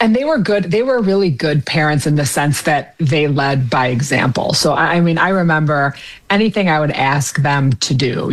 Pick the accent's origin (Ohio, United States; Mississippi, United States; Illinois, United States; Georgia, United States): Illinois, United States; Wheaton; born there; I was born in Wheaton, actually Winfield, Illinois is where the hospital was, but we lived in Wheaton, Illinois, which is actually right by Sandra Smith.